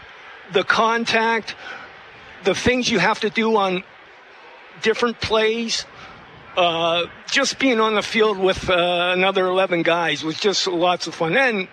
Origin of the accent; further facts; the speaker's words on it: Vancouver, British Columbia, Canada; and in the east end of Vancouver where I grew up, and it couldn't have been any better.